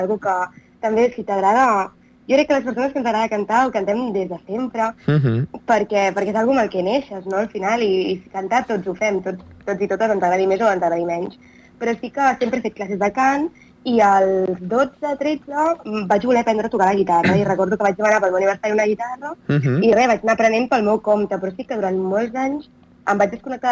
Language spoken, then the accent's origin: Catalan; Catalonia, Spain; jo soc de l'Alt Empordà